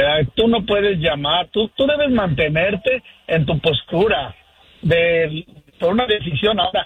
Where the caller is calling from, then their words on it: Sacramento, California, United States; Buenos días, Andreina. Aquí de Sacramento, y ustedes saben a chocolate.